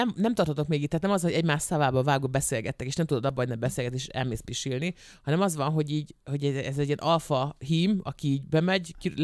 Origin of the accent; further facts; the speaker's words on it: Nyíregyháza, Szabolcs-Szatmár-Bereg, Hungary; now in Budapest, Hungary; Felköltöztem a fővárosba, és elkocsosultam.